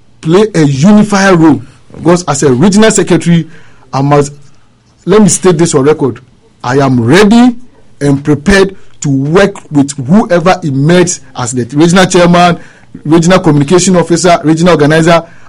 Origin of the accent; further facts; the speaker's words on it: Accra, Greater Accra, Ghana; also born or lived in United States; I was born and raised in Nima.